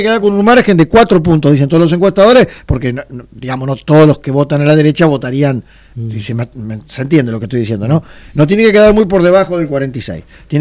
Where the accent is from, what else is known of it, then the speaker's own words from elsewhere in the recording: Argentina; como argentino que defiendo la independencia de mi país